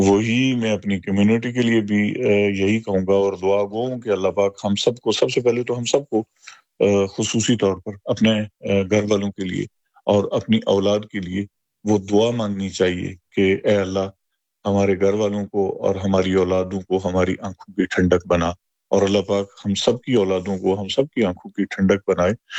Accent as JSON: {"language": "Urdu", "country": "Pakistan"}